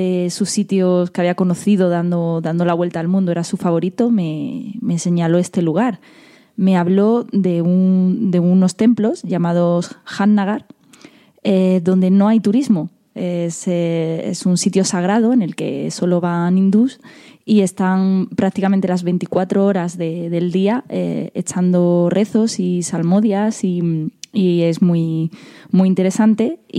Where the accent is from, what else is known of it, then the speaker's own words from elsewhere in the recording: Motril, Andalusia, Spain; además es de mi pueblo, de Motril, Granada.